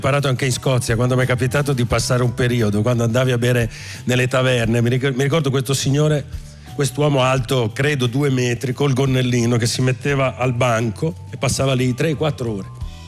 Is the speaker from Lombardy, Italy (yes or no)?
yes; Cremona, Lombardy, Italy; also born or lived in Brescia; Nato a Brescia e cresciuto a Cremona.